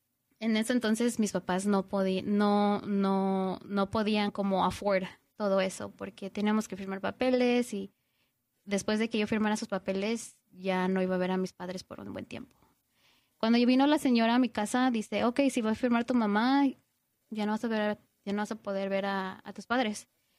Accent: Mexico; porque creo que yo la hice de chiquita en México.

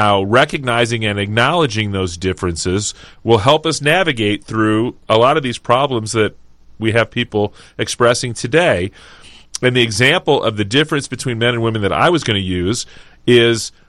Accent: Joplin, Missouri, United States; moved away; my hometown of Joplin, Missouri.

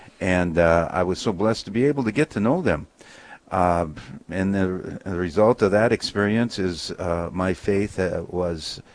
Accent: Wibaux, Montana, United States; also born or lived in Beach, North Dakota; I don't know how far you want to go back, Karen, but I was born in Beach, North Dakota, raised in Weeble, Montana.

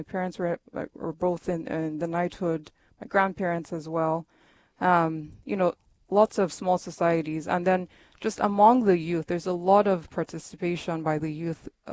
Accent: Nigeria; I am from Nigeria.

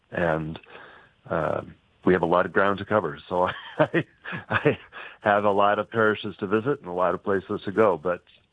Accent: Omaha, Nebraska, United States; I grew up in Omaha

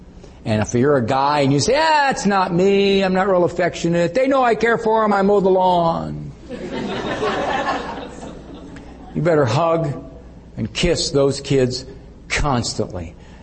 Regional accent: Cleveland, Ohio, United States; Actually, I'm from Cleveland. And so Cleveland sports fans are 90% scar tissue. So we pretty much have to root for the Buckeyes.

